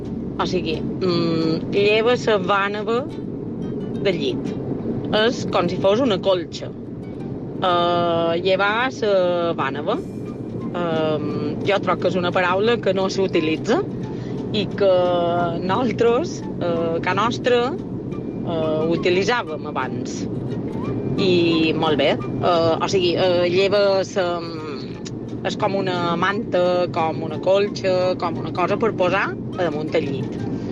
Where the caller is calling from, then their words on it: Esporles, Balearic Islands, Spain; som d'Esporles